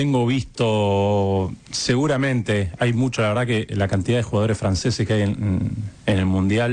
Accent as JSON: {"language": "Spanish", "town": "Pehuajó", "region": "Buenos Aires Province", "country": "Argentina", "said": "Te imaginas que yo soy de Pehuajó, provincia de Buenos"}